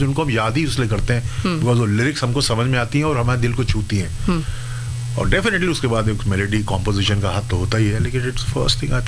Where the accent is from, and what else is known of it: Uttarakhand, India